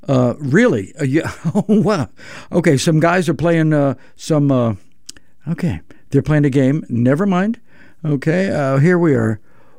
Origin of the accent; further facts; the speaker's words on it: Brooklyn, New York, United States; also born or lived in Connecticut; Brooklyn, I'm a Brooklyn boy for my first 10 years of my life. Well, my first 9 and a half. I was born in Connecticut, but then, whoop, we moved to Brooklyn and Queens.